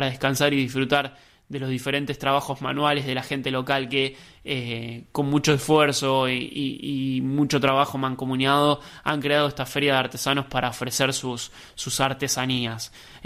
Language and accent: Spanish; Argentina